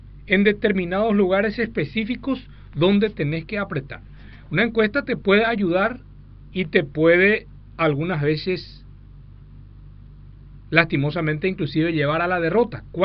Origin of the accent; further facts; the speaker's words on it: Paraguay